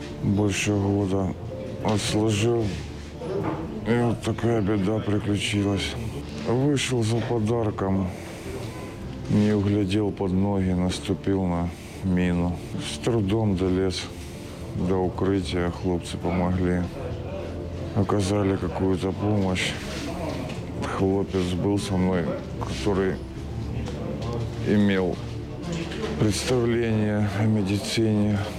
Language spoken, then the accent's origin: Ukrainian; Chasiv Yar, Donetsk Oblast, Ukraine; Родом з Часов'яра, на війні вже 4 роки. Працював на заводі